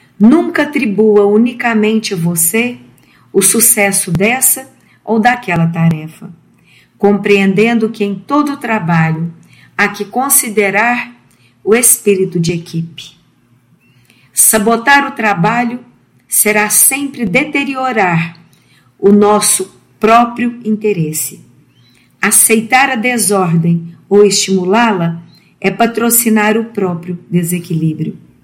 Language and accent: Portuguese; Uberlândia, Minas Gerais, Brazil; sou da cidade de Uberlândia